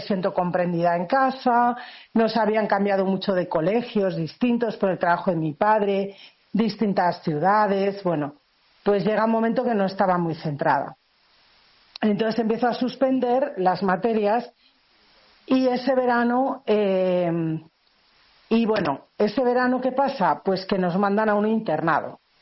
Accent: Spain; born there

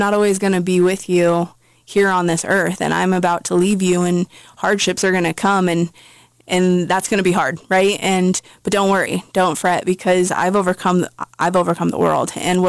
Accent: Nebraska, United States; born there; moved away; last weekend I was back home in central Nebraska

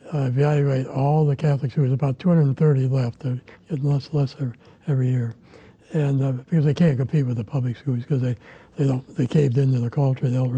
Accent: Michigan, United States; Like Michigan, we had 8, and now we got 3.

